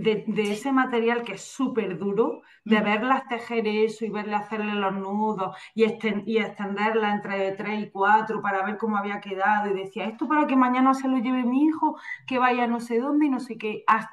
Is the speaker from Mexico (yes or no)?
no; Andalusia, Spain; yo que soy de Andalucía, nosotros tenemos una conexión con el mar muy grande